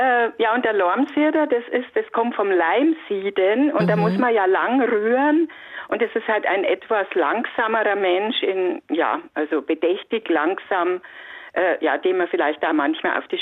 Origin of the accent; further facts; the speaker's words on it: Bavaria, Germany; moved away as an adult; also born or lived in Lower Franconia; now in Middle Franconia, Germany; ich bin in Oberbayern in der Holledau aufgewachsen, wohne aber jetzt schon über 55 Jahre in Franken herum, also erst in Mittelfranken, dann in Unterfranken und jetzt bin ich wieder in Mittelfranken gelandet.